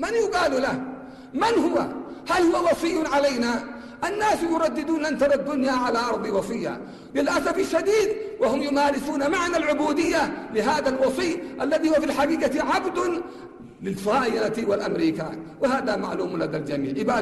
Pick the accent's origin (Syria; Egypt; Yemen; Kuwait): Yemen; ونحن شعب يمني حر عزيز كريم لا نخشى إلا الله ولا نعبد إلا الله